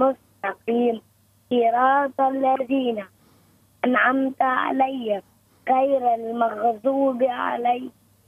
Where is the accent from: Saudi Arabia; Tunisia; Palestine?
Tunisia